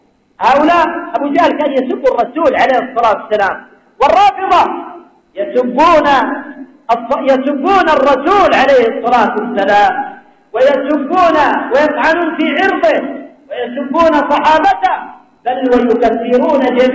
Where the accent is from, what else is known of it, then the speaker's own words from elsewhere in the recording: Yemen; اللهم احفظ بلادنا اليمن، اللهم احفظ بلادنا اليمن